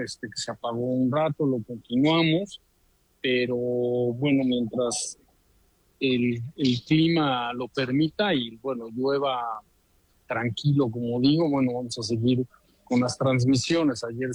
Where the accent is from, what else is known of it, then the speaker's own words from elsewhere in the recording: Mexico; yo creo que nosotros como mexicanos